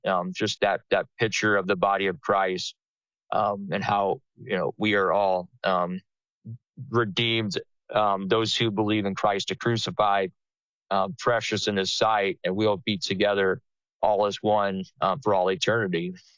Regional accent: Houston, Texas, United States; And that goes back to growing up on the Houston North Side as the son of my dad, who was a coach himself, and his dad was a coach, and very involved in the community

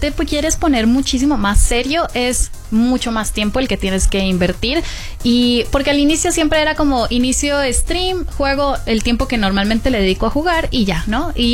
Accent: Cali, Valle del Cauca, Colombia; moved away as an adult; now in Mexico; mi ciudad, que yo soy de Cali

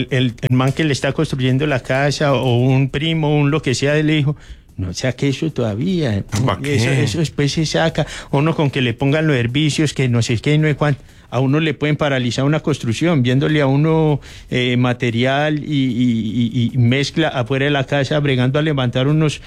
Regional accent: Colombia

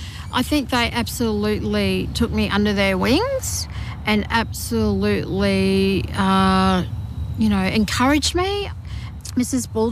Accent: Mackay, Queensland, Australia; e early days growing up in Mackay, and then I went to, we moved around us around Queensland to outback regions and smaller towns.

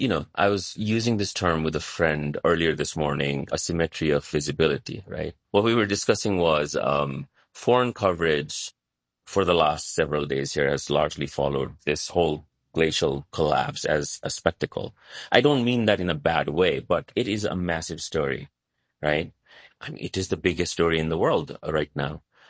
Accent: United States; I say this as a Nepali American, I'm American citizen that's born and raised here.

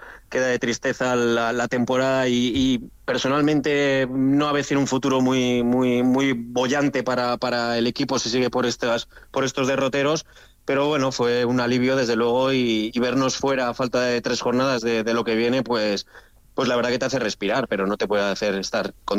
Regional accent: Valladolid, Castile and León, Spain; que sí, que somos de Valladolid, aficionados del Valladolid y demás

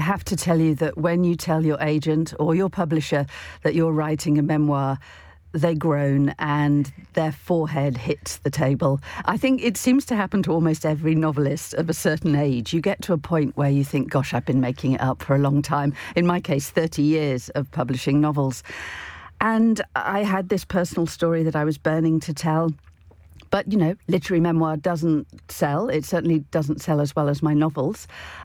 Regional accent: Melton Mowbray, East Midlands, United Kingdom; born there; Yes, I was born in Melton Mowbray, which is famous mostly, in fact, only, for the pork pies.

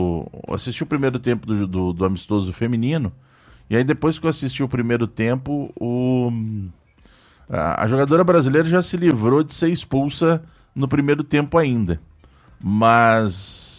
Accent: Brazil; Eu sou brasileiro com muito orgulho, com muito amor.

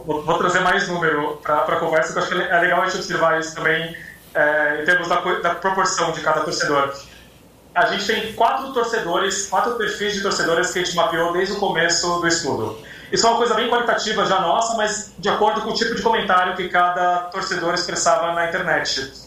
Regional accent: Brazil; E eu vou te falar que eu, como brasileiro fã de futebol, acho que vocês ainda mais

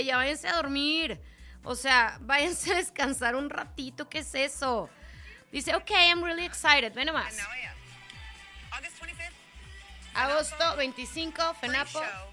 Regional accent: San Luis Potosí, Mexico; yo bien orgullosa de mi pueblo

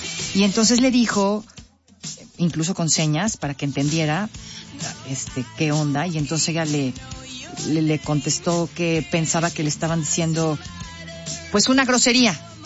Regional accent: Mexico; ya sabe cómo somos los mexicanos

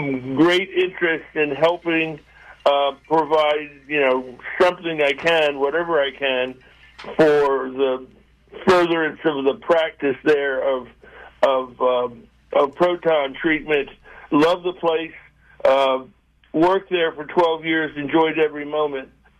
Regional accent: Spain; also born or lived in New Jersey, United States / Boston, United States / Houston, United States; now in Charlottesville, United States; I was born in New Jersey, but I had my formative years in the Mediterranean Basin. Finished high school in Spain and then came back to the U.S. for college, medical school at UVA, practiced in Boston, Houston, and then back in Charlottesville.

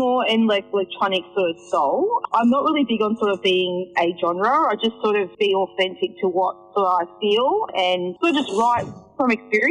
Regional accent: Melbourne, Victoria, Australia; I'm from Melbourne, so I'm always performing around in different areas as well.

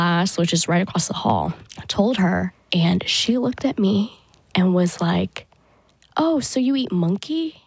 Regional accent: South Carolina, United States; born there; it was the first time I really felt seen as a Filipino in South Carolina.

